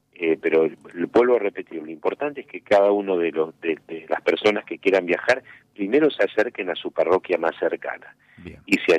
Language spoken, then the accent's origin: Spanish; Argentina; en nuestra patria y como argentinos.